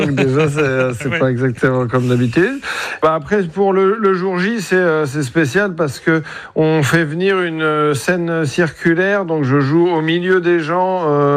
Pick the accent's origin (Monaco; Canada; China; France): France; Normandy; on est normand, quoi, tu vois.